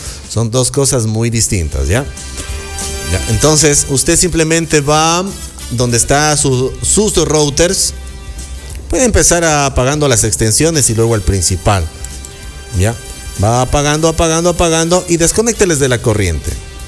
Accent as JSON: {"language": "Spanish", "country": "Ecuador", "said": "Pero como nosotros somos bien ecuatorianos"}